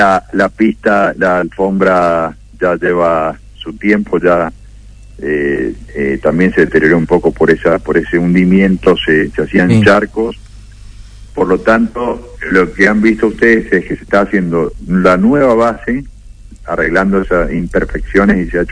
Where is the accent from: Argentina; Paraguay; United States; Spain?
Argentina; Mendoza; Son esos dos recuerdos que tengo como mendocino, que creo tenemos miles